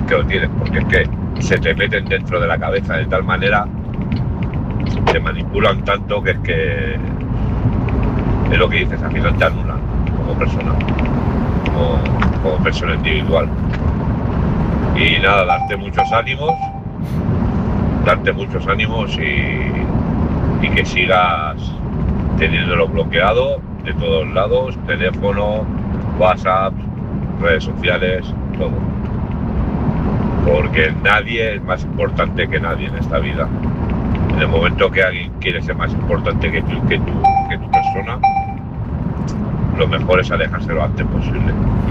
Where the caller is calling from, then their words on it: Barcelona, Catalonia, Spain; de Barcelona, pero como siempre en ruta por España con mi camión.